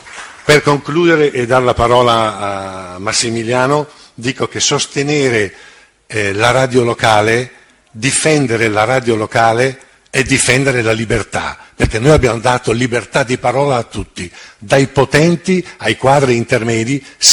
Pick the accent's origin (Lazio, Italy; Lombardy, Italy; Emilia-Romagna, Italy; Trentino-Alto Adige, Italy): Lombardy, Italy; Brescia; Nella prima radio in cui ho lavorato a Brescia, io sono di Brescia